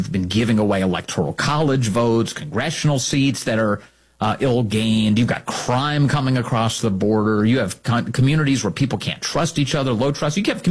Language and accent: English; South Carolina, United States; born there; I was born in South Carolina, Jim. That was I'm very fond of South Carolina. Spent limited time there. I was a Marine brat, you know, so we moved all over the place.